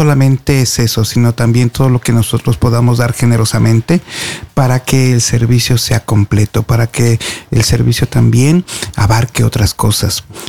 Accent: Mexico; now in Oslo, Norway; los mexicanos

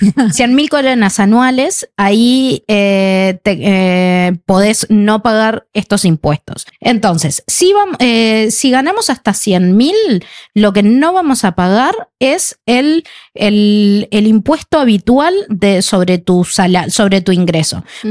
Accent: Sweden; Spanish is a second language; No sé si es porque soy muy sueca que cumplo con todo

